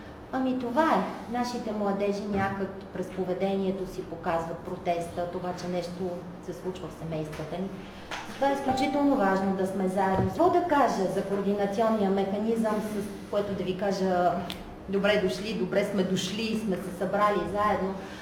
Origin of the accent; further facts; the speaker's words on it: Sofia, Sofia City, Bulgaria; аз съм софиянка, както една част от нас